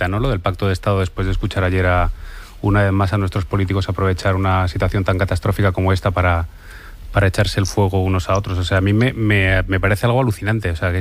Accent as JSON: {"language": "Spanish", "region": "Valencian Community", "country": "Spain", "said": "yo, bueno, soy valenciano, recuerdo en La Dana"}